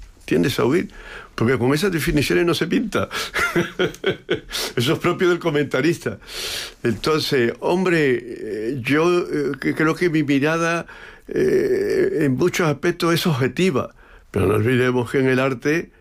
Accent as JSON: {"language": "Spanish", "town": "Cádiz", "region": "Andalusia", "country": "Spain", "also_born_or_lived": "Seville", "said": "yo soy gaditano"}